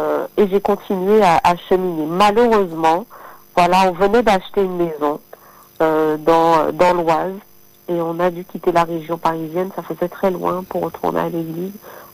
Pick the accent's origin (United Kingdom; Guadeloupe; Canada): Guadeloupe; j'ai grandi en Guadeloupe